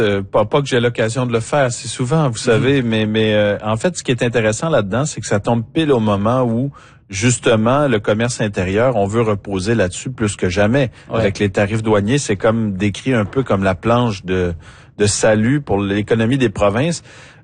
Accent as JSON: {"language": "French", "region": "Nova Scotia", "country": "Canada", "said": "chez nous, en Nouvelle-Écosse, on a signé."}